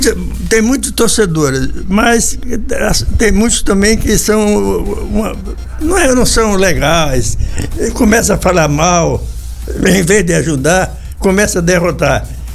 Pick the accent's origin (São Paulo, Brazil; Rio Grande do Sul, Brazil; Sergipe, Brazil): Sergipe, Brazil; Aracaju; also born or lived in Carmópolis, Sergipe; now in Paranaguá, Brazil; Eu sou da cidade de Carmópolis, e bem pertinho, a 30 quilômetros de Aracaju, mas a minha vida de infância foi toda em Aracaju.